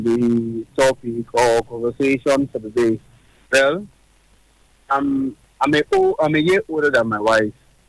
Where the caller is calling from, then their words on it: Nigeria; I'm calling from Pepaco.